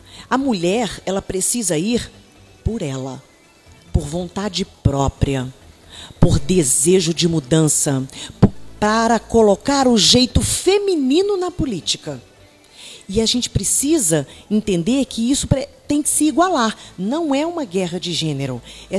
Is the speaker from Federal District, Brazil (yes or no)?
no; Minas Gerais, Brazil; moved away as an adult; also born or lived in São Paulo / Maranhão; now in interior of Rio de Janeiro state, Brazil; São Paulo. E quando eu era criancinha, eu fui para Minas, interior de Minas, porque meus pais queriam sair da cidade grande, porque né, existe uma violência latente. Meus pais não queriam criar os filhos ali, nós fomos para Minas. E eu fiquei a minha adolescência e parte da minha juventude em Minas. Depois eu morei no Maranhão